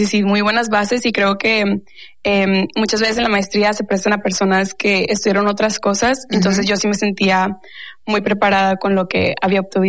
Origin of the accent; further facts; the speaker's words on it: Monterrey, Nuevo León, Mexico; moved away as an adult; now in New York, United States; No, vivo en Nueva York, pero soy originaria de Monterrey.